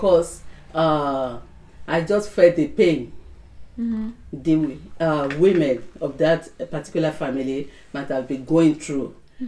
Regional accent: Nigeria; moved away; I'm from Nigeria. I'm from a Yoruba tribe.

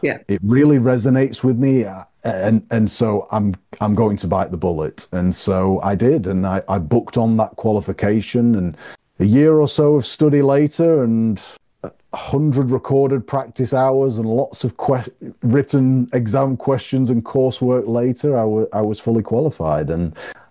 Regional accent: Yorkshire and the Humber, United Kingdom; being a Yorkshireman and having that tight Yorkshireman upbringing

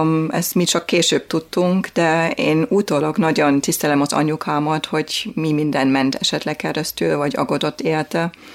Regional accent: Dresden, Saxony, Germany; Hungarian is a second language; moved away as an adult; now in Hungary; én Németországban születtem, még jobban NDK-ban, annak az idején, Dresdában, egy nagyon szép városban. Egy hívő családban, és 4 testvérek voltunk.

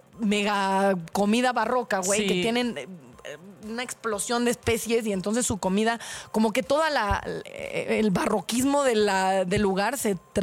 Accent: Mexico City, Mexico; soy ese chilango

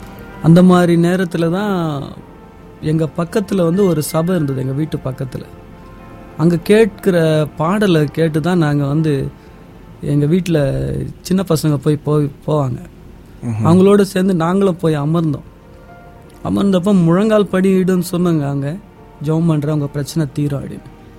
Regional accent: Chennai, Tamil Nadu, India; first language Telugu; Tamil is a second language; now in Tirupati, India; சென்னையில் நான் பிறந்து வளர்ந்ததால்

